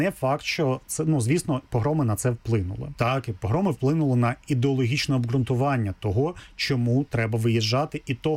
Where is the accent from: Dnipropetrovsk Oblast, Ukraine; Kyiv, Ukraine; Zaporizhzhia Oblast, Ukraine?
Dnipropetrovsk Oblast, Ukraine; Kryvyi Rih; я сам з Кривого Рогу, так, і містечко Кривий Ріг на той час ще не місто, в ньому був досить великим, не більшість населення, але досить великий відсоток євреїв.